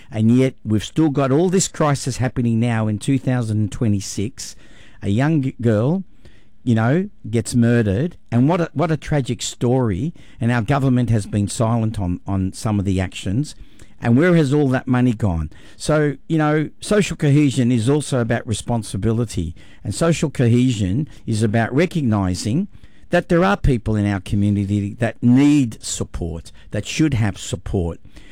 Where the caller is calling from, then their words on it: Australia; Because I feel that I'm an Australian